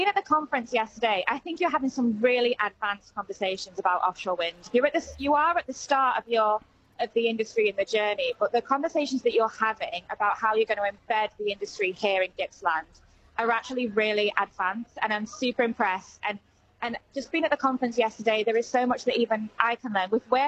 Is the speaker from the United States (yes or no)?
no; Grimsby, Yorkshire and the Humber, United Kingdom; moved away; which is in my hometown, thousands of miles away in Grimsby.